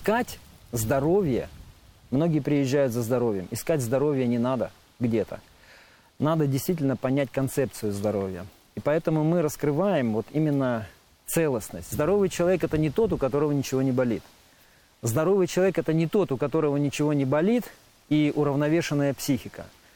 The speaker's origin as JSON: {"language": "Russian", "region": "Krasnodar Krai", "country": "Russia", "tie": "born or raised there", "moved": "yes", "said": "Я сам родом с Краснодарского края, и меня часто тянет на юга."}